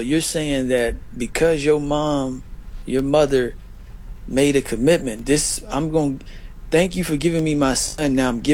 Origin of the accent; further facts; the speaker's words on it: Texas, United States; I'm from Texas.